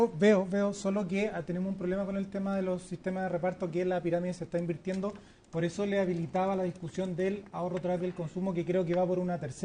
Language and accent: Spanish; Valparaíso, Chile; Yo vengo del Cerro Rocuán de Valparaíso.